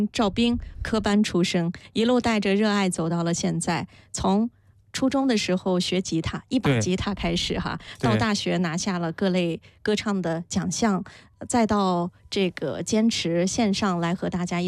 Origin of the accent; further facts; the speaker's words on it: Shaanxi, China; 它和陕北其实是有地域不同的，比如说方言我们就不同